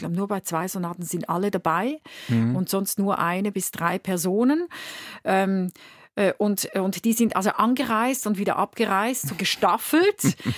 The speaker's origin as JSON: {"language": "German", "town": "Winterthur", "region": "Zurich", "country": "Switzerland", "tie": "born there", "said": "Und es gibt aus meiner Geburtsstadt in Winterthur gibt es eine Stiftung"}